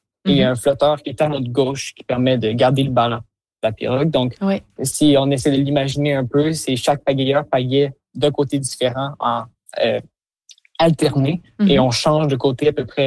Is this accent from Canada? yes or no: yes; Quebec City, Quebec, Canada